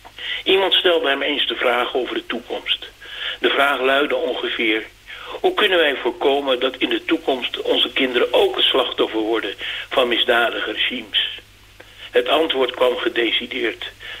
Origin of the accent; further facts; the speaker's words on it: Amsterdam, North Holland, Netherlands; born there; Nu moet ik eerlijk bekennen dat ik daar als geboren Amsterdammer nog nooit geweest was.